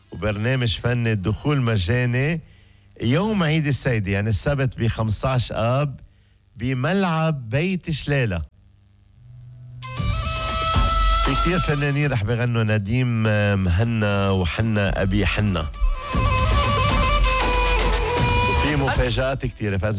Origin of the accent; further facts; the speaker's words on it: Mayrouba, Mount Lebanon, Lebanon; أنا بقول عن ميروبة أحلى ضيعة مش بلبنان، بالعالم كله.